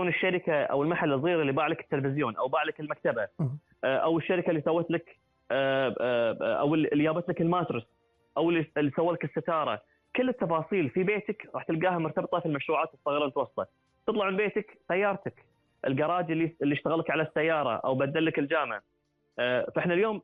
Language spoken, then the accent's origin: Arabic; Kuwait; إحنا ككويتيين